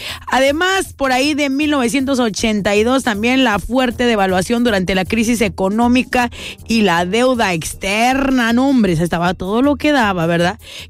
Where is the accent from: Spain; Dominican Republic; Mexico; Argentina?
Mexico; recordando un poquito de todo lo que hemos vivido como mexicanos que somos